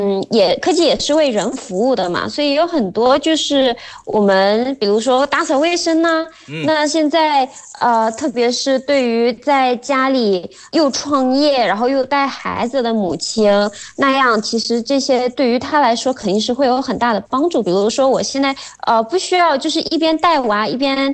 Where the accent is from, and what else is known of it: Mexico; Chinese is a second language